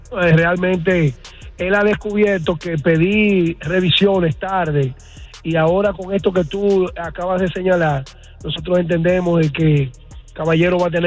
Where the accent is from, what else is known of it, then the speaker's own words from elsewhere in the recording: Dominican Republic; como dominicanos y como latinos.